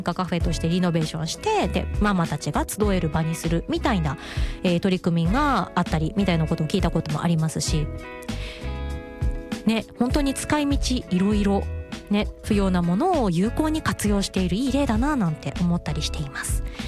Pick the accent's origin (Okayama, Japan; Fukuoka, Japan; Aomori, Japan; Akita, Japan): Akita, Japan; Kakunodate; moved away; 私の地元の、秋田というか私の実家の本当にすぐ近くなんですけど、私の実家って、秋田は角野館、桜の名所、武家屋敷がある有名なところ観光地なんですけど、その観光地の結構近くに私実家があって、